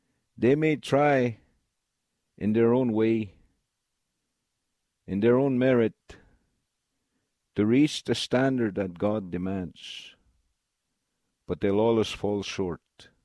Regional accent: Swan River, Manitoba, Canada; also born or lived in Thicket Portage, Manitoba; I come from Swan River, Manitoba. And I'm a Cree.

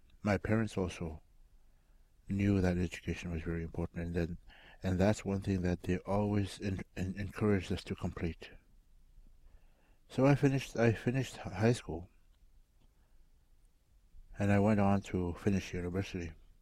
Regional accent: Garden Hill First Nation, Manitoba, Canada; I am from Garden Hill First Nation in Manitoba. Garden Hill is approximately 600 kilometers north of Winnipeg. I grew up over there, and I moved around at times.

